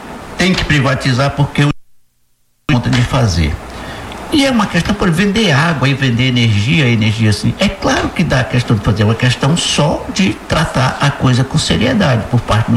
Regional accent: Ouro Preto, Minas Gerais, Brazil; eu adoro Ouro Preto, é minha cidade, é minha terra

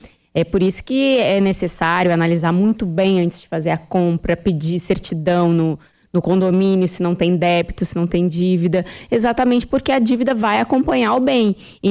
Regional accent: South Region, Brazil; moved away; lá no sul, lá na minha terra

